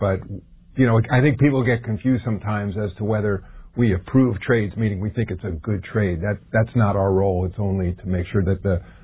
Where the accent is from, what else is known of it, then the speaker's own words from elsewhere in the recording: New York, United States; Yeah, I'll say, really answering it as a New Yorker